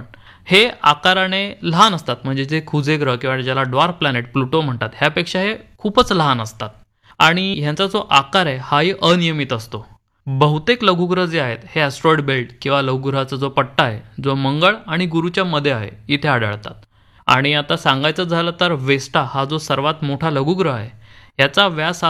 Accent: Badlapur, Maharashtra, India; माझं लहानपण जे आहे हे बदलापूरमध्ये गेल्यामुळे

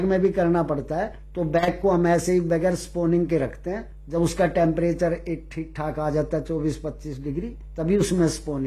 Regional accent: Delhi, India; हाँ जी, मैं दिल्ली का रहने वाला हूँ तो यहाँ मैं बना नहीं सकता

